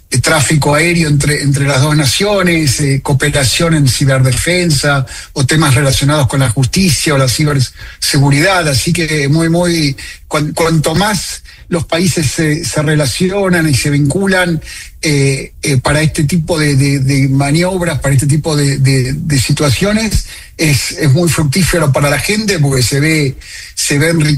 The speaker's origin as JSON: {"language": "Spanish", "country": "Argentina", "moved": "yes", "lives_now": "California, United States", "said": "como argentino, muy contento de que el presidente esté de visita en vuestro país"}